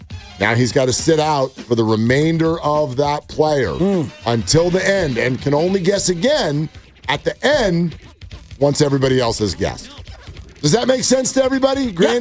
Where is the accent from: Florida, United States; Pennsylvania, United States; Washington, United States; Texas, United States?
Texas, United States; born there; I was born in Texas, and I have two sisters.